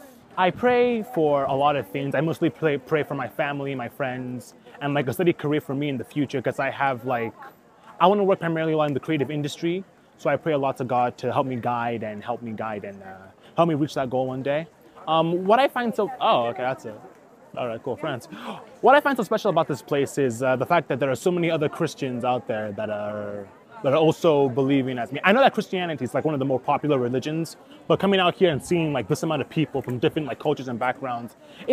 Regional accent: United Kingdom; Oh yeah, I am from the UK. I came here from the UK, yeah. But I'm Nigerian.

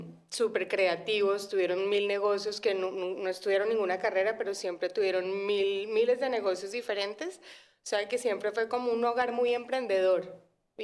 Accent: Bogotá, Colombia; Bueno, Katy, yo nací y crecí en Bogotá toda mi niñez y mi adolescencia.

